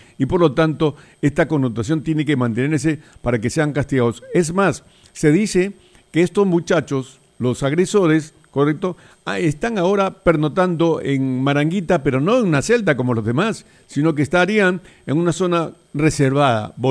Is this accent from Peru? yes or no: yes; Peru; Yo vengo del Perú, que ha derrotado a dos grupos terroristas, Sendero Luminoso y el MRTA